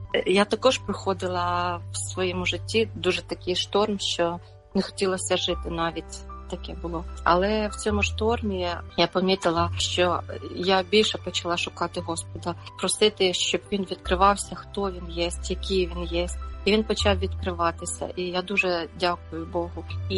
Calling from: Norway; я з Норвегії.

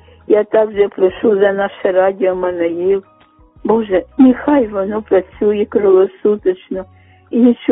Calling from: Kyiv, Ukraine; я з Оболоня, з Києва.

